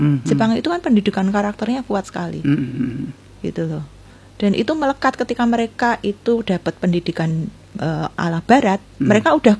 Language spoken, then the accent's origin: Indonesian; Special Region of Yogyakarta, Indonesia; kita orang Jogja